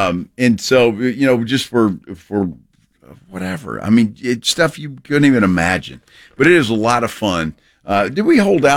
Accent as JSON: {"language": "English", "town": "Alice", "region": "Texas", "country": "United States", "tie": "born or raised there", "said": "growing up in Alice"}